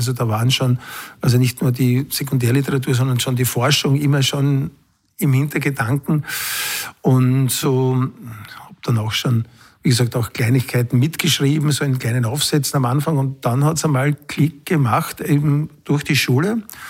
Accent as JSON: {"language": "German", "town": "Halbturn", "region": "Burgenland", "country": "Austria", "tie": "born or raised there", "said": "Also ich bin geboren in Halbturn und bin auch jetzt wieder wohnhaft in Halbturn. Habe eigentlich Halbturn nur während des Studiums und so weiter verlassen. Ansonsten muss ich auch sagen, bin ich ein begeisterter Burgenländer."}